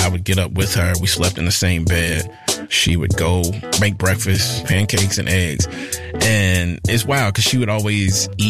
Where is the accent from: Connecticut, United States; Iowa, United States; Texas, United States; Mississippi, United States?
Mississippi, United States; You know, the house that I spent most of my time at growing up in Mississippi, like I always say, that was the precursor to the internet.